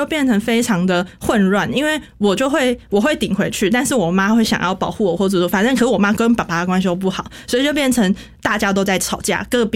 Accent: Taoyuan, Taiwan; 因为我是桃园人

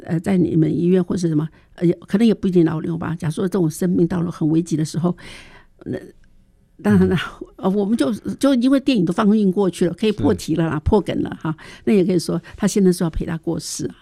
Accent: Taiwan

